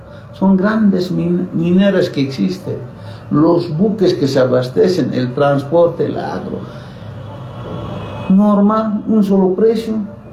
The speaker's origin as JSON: {"language": "Spanish", "country": "Bolivia", "said": "somos Bolivia"}